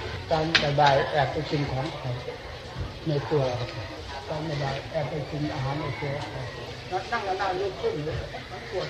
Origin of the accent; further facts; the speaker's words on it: Isan, Thailand; เราเองคนเป็นคนภาคอีสานนั่งสำคัญสุดเลย